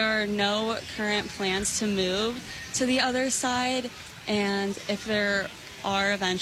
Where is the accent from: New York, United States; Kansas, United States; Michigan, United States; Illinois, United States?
Illinois, United States; Leesburg; I'm a sophomore. I'm from Leesburg, Illinois